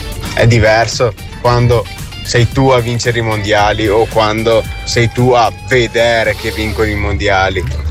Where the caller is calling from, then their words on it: Vicenza, Veneto, Italy; Sono di Vicenza io.